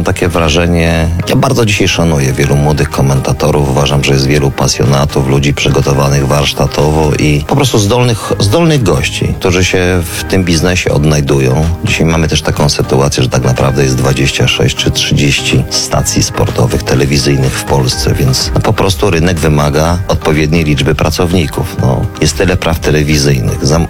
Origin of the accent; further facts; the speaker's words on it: Dębica, Subcarpathian Voivodeship, Poland; ja jestem z Dębicy, gdzie mieliśmy wielkich mistrzów w zapasach, mistrzów olimpijskich